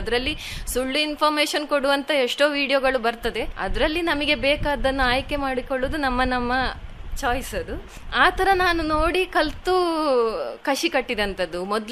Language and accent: Kannada; Markanja, Karnataka, India; born there; moved away as an adult; now in Sediyappu, India; ನಾನು ಹುಟ್ಟಿದ್ದು ಸುಳ್ಯ ತಾಲೂಕಿನ ಮರ್ಕಂಜ ಗ್ರಾಮದಲ್ಲಿ. … ಕೃಷಿ ಕುಟುಂಬ.